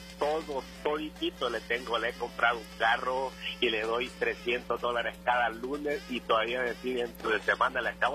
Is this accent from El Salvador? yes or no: yes; El Salvador; No, soy salvadoreño.